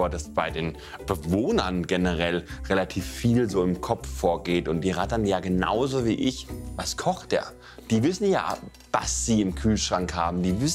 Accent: Siegen, North Rhine-Westphalia, Germany; born there; Da bin ich geboren in Siegen.

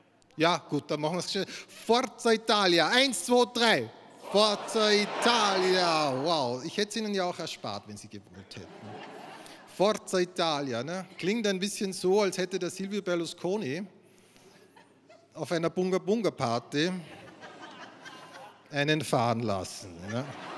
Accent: Austria; ich komme aus Österreich

